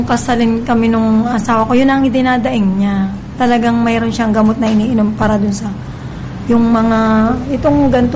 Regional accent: Calauag, Calabarzon, Philippines; Taga Calawag, Quezon.

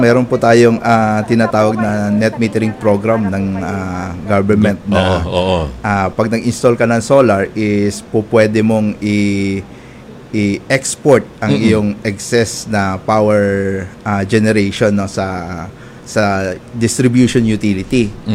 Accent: Meycauayan, Central Luzon, Philippines; taga Maykawayan po ako.

